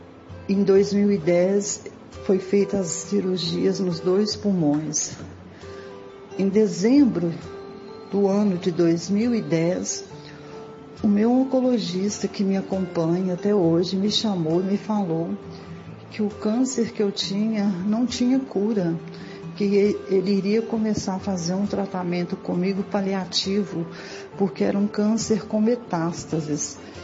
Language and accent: Portuguese; Belo Horizonte, Minas Gerais, Brazil; eu sou de Belo Horizonte.